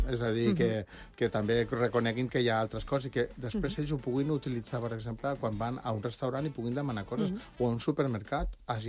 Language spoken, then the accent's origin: Catalan; Barcelona, Catalonia, Spain; I, per exemple, jo, evidentment, se'm nota que som de Barcelona